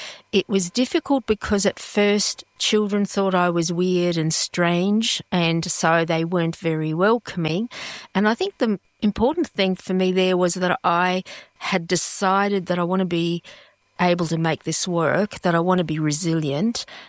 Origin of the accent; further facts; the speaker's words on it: Western Australia, Australia; born there; English is a second language; also born or lived in Jordan; I was born overseas in the Middle East in Jordan, and I came out to Australia when I was a little girl of eight.